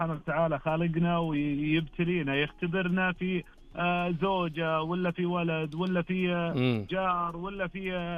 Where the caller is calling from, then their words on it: Al-Ahsa, Eastern Province, Saudi Arabia; وانا يعني من الاحساء واحب الزرع.